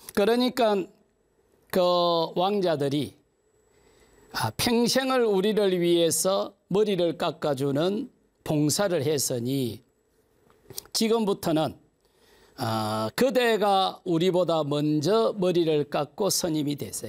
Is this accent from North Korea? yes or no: no; Sacheon, South Gyeongsang, South Korea; moved away; 제 고향은 삼천포 실안입니다.